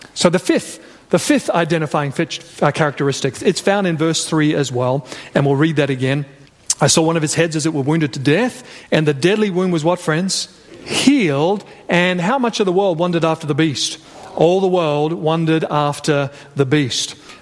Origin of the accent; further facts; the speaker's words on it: Australia; national political leaders from various countries, such as the United States, Russia, France, my home country, Australia